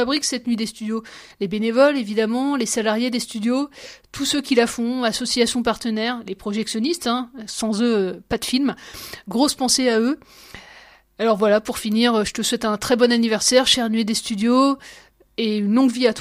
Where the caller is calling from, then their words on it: Tours, Centre-Val de Loire, France; maintenant que j'habite à Tours